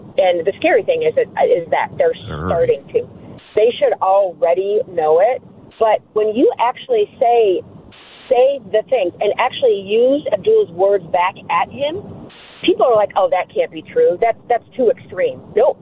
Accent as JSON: {"language": "English", "region": "Michigan", "country": "United States", "said": "It is about who we are as Americans. It's not just who we are as Michiganders"}